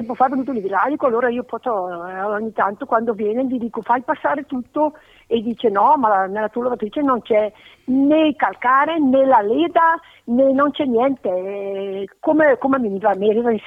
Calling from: Rovato, Lombardy, Italy; da Rovato.

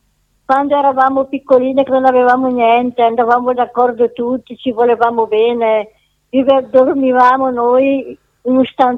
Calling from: Rovato, Lombardy, Italy; Da Rovato.

